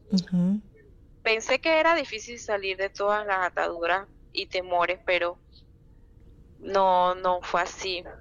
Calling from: Panama City, Panamá, Panama; Yo soy de Panamá Viejo.

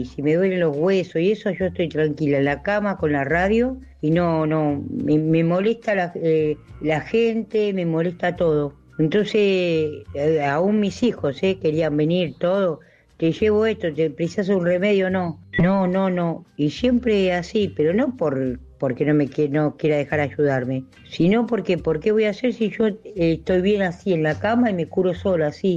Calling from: Wilde, Buenos Aires Province, Argentina; de Wilde.

